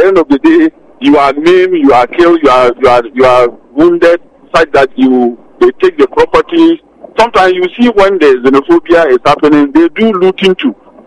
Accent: Ghana; So why won't I come back to start a life in Ghana, my home country?

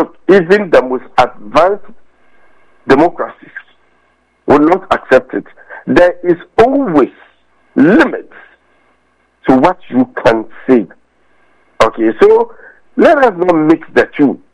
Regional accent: Tamale, Northern Region, Ghana; I remember growing up in Zegbeli, Tumali.

